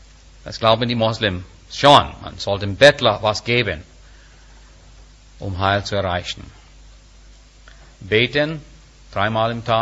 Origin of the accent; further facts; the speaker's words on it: India; Liebe Freunde, als Inder Ich brauchte die Bibel nicht.